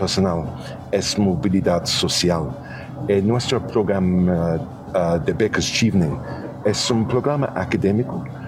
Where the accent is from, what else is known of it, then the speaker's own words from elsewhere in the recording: London, United Kingdom; Spanish is a second language; now in Bolivia; Ahora, yo soy londrino, estoy de Londres.